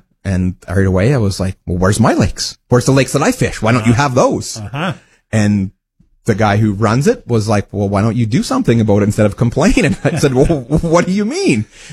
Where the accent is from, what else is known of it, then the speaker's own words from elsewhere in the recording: Wawota, Saskatchewan, Canada; Yeah, one of my first jobs as a kid growing up in Wawota, Saskatchewan. So I grew up in the southeast